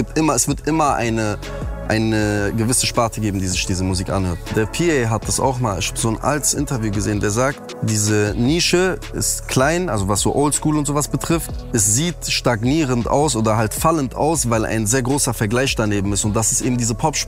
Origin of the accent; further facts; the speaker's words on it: North Rhine-Westphalia, Germany; aber ich komme ja aus NRW, ich komme aus Ding, weißt